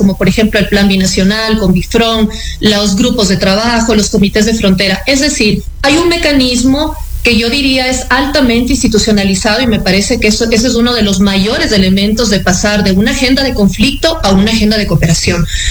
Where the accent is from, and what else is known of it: Ecuador